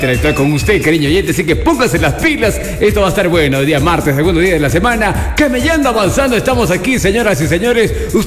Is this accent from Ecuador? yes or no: yes; Ecuador; nuestros hermanos ecuatorianos, que se encuentran lejos de nuestra patria.